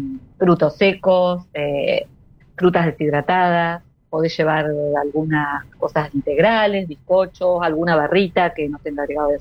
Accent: Entre Ríos, Argentina; yo soy de Entre Ríos

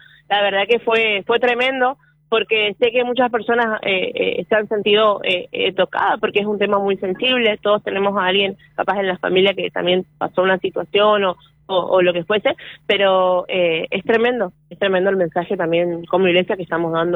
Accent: Paso de los Libres, Corrientes, Argentina; moved away; yo soy de Paso de los Libres

